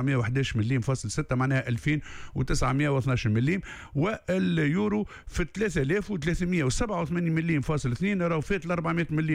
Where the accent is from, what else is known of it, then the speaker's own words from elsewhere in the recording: Tunisia; عندنا في تونس